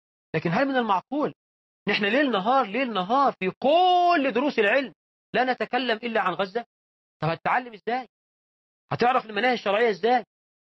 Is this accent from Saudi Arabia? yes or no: no; Egypt